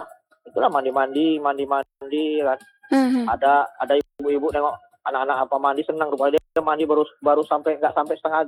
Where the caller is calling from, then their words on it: Lubuk Pakam, North Sumatra, Indonesia; di Lubuk Pakam.